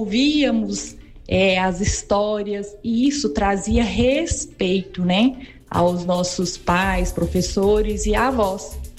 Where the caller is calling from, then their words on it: Paracatu, Minas Gerais, Brazil; eu falo de Paracatu, Minas Gerais.